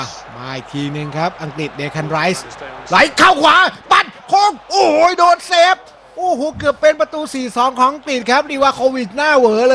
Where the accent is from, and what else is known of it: Bangkok, Thailand; born there